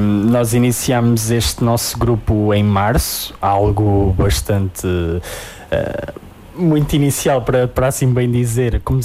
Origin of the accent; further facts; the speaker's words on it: Arganil, Centro, Portugal; somos mesmo oriundos da vila de Erganil